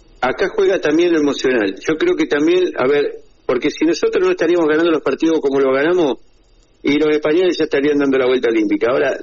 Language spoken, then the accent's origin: Spanish; Argentina; quiero ganarlo como argentino